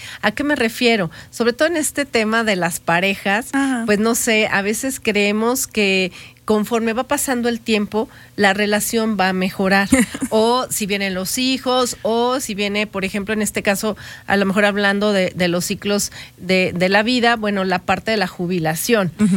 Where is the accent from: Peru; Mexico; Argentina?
Mexico